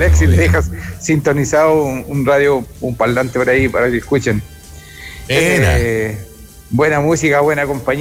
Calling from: Lontué, Maule, Chile; … de Lontué

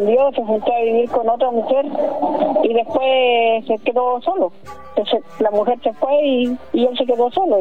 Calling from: Lautaro, Araucanía, Chile; yo vivo en Lautaro.

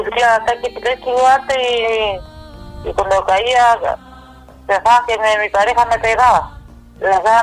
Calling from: Achao, Los Lagos, Chile; De aquí, Achao.

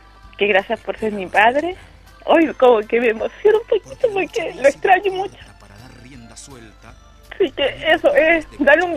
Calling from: Puerto Montt, Los Lagos, Chile; De Puerto Montt.

